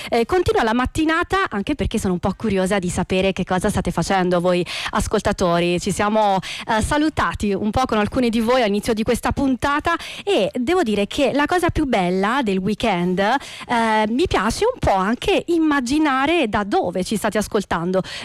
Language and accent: Italian; Salerno, Campania, Italy; io sono di Salerno